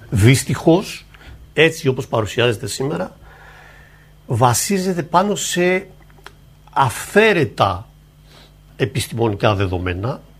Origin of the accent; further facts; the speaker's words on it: Crete, Greece; ότι επειδή καταγόμαστε από την Κρήτη ή επειδή αγαπάμε την Κρήτη.